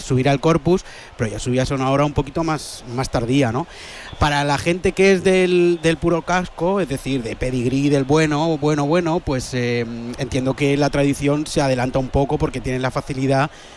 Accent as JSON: {"language": "Spanish", "town": "Toledo", "region": "Castilla-La Mancha", "country": "Spain", "tie": "born or raised there", "said": "Yo esta conversación la tengo mucho con amigos que son igual que yo de Toledo"}